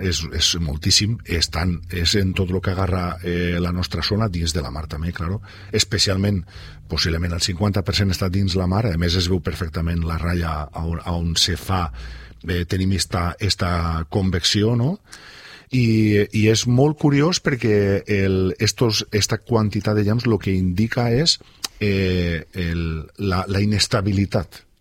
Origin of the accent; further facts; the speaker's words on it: La Vilavella, Valencian Community, Spain; now in Benicàssim, Spain; visc en Benicàssim, encara que soc de Vilavella, però visc en Benicàssim